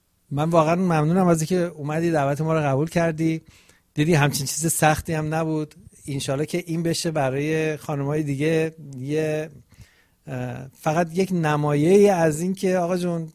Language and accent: Persian; Rasht, Gilan, Iran; accent: Rashti; من بلدم، درسته، یعنی من میگم شبیه رشتی لهجم.